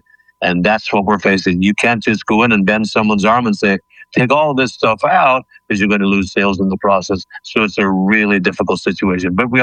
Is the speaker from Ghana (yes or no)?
no; Ireland; now in United States; I'm an Irish citizen, as you know, though I'm living in the United States and have been so for 20 plus years.